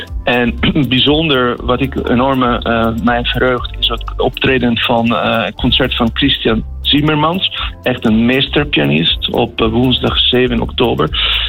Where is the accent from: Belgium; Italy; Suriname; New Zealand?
Italy; now in Netherlands; Ik kom zelfs uit Italië. Ik woon heel lang in Nederland